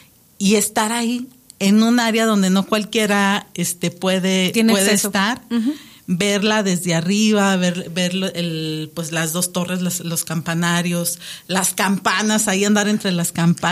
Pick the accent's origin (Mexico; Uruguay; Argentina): Mexico; Durango; parte aún de nuestra identidad como duranguenses